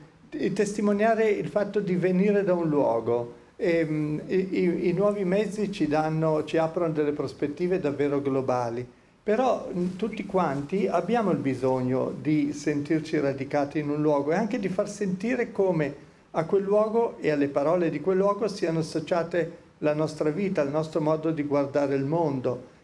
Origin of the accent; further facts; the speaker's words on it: Milan, Lombardy, Italy; Io non parlo nessun dialetto, io sono milanese, ne parlo un po' di dialetti in verità, ma per ragioni di studio, perché parlo il milanese, il bergamasco, il friulano.